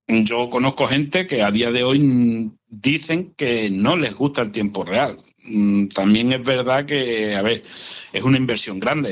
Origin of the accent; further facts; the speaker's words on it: Extremadura, Spain; la zona nuestra de Extremadura